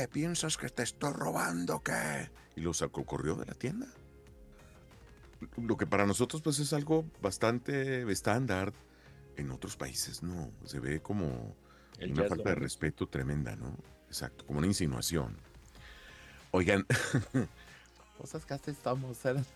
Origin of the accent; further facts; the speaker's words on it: Mexico; Mi México, nuestro México amado